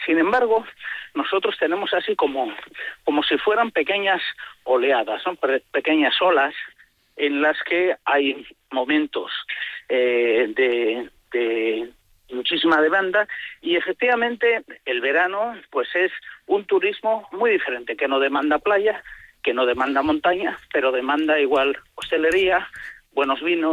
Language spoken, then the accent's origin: Spanish; Valladolid, Castile and León, Spain; Yo siempre digo que somos los vallisoletanos los primeros que nos tenemos que creer las bondades de nuestra ciudad